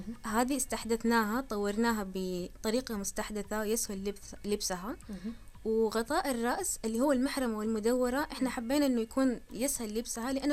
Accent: Medina, Medina Province, Saudi Arabia; انا اول شيء من المدينة

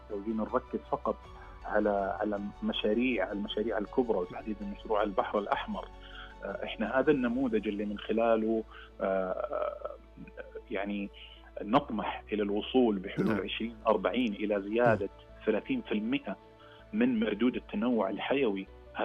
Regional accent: Saudi Arabia; جدا جدا جدا سعيدين أننا نثبت كسعوديين

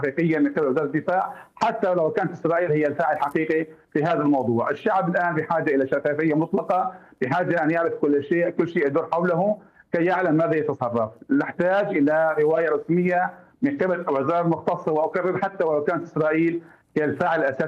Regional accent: Syria; now in Idlib, Syria; نحن كشعب سوري

